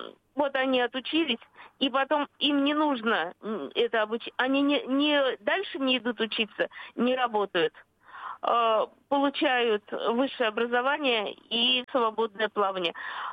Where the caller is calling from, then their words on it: Saint Petersburg, Russia; Я из Санкт-Петербурга.